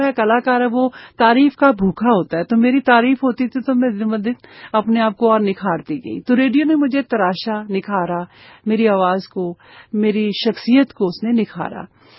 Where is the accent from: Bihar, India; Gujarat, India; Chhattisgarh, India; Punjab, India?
Punjab, India; Jalandhar; जालंधर हमारा native place है